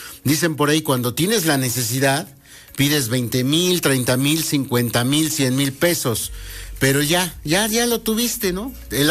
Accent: Mexico

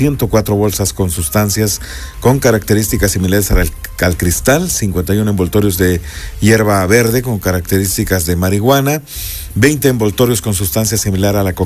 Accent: Puebla, Mexico

